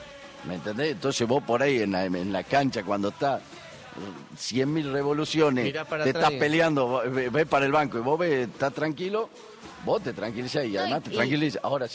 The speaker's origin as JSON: {"language": "Spanish", "country": "Argentina", "said": "nosotros como argentinos"}